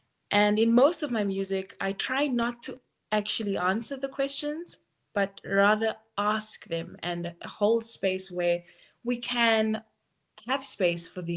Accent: South Africa; growing up as a Cape Coloured

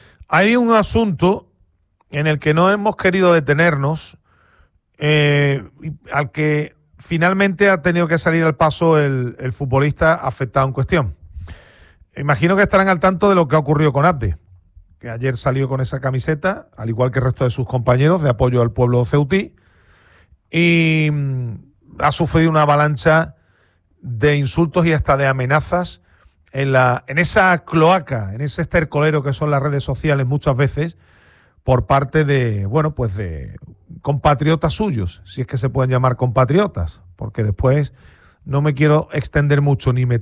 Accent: Morocco; con un objetivo político de desprecio hacia mi pueblo, el pueblo marroquí.

